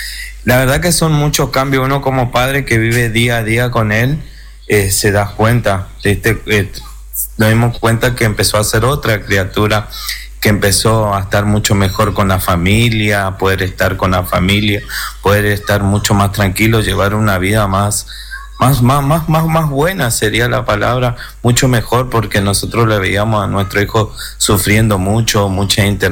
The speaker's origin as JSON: {"language": "Spanish", "town": "Vilelas", "region": "Chaco", "country": "Argentina", "said": "acá como somos nosotros de Vilela"}